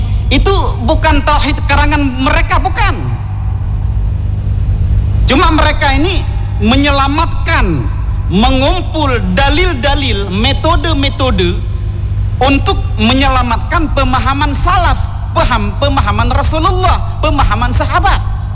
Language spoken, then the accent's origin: Indonesian; Aceh, Indonesia; Khususnya kita orang Aceh, kayaknya semuanya kita di Aceh